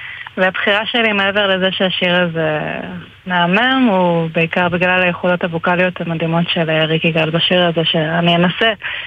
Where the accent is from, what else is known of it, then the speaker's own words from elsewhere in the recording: Bror Hayil, Southern District, Israel; אז אני גדלתי בברור חייל בעצם, כן, קיבוץ ברזילאי. אני גם ברזילאית מהחצי של אמא שלי. וכן, גדלתי לתוך צלילה בוסנובה והפורטוגזית.